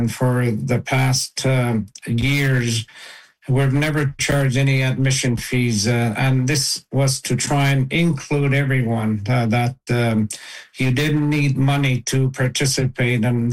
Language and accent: English; Kuujjuaq, Quebec, Canada; I'm from Kudjuk, part of the Akpig Jam committee, volunteer committee.